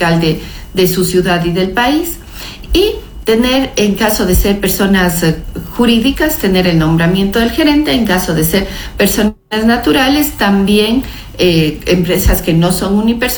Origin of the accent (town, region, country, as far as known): Ecuador